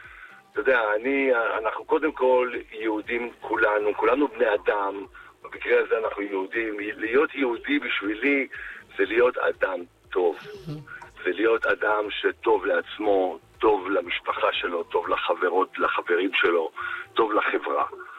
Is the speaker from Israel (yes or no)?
yes; Haifa, Haifa District, Israel; אני אדם של שטח, אני לא אדם של תל אביב, בוא. אני בא מבת גלים בחיפה, ההרצאות שלי זה רק מצפון ועד דרום.